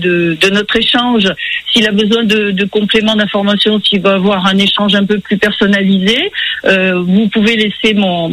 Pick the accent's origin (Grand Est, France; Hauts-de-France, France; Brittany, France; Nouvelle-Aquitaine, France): Nouvelle-Aquitaine, France; Sarlat; Monsieur qui est de Gramat, voilà, moi je suis de Sarlat